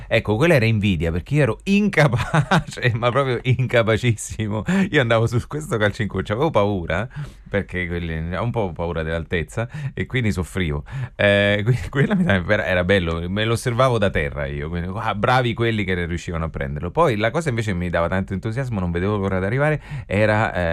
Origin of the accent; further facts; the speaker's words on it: Fabriano, Marche, Italy; di Fabriano, provincia di Ancona, nelle Marche.